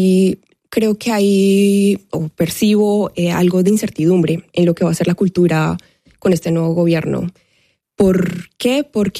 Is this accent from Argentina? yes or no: no; Colombia